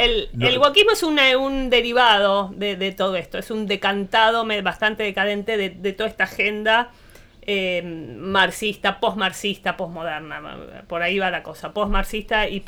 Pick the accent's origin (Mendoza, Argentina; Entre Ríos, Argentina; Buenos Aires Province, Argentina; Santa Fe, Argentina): Buenos Aires Province, Argentina; Luján; moved away; yo vengo del conurbano bonaerense, prácticamente vengo del AMBA, de Luján, y que no es tan conurbano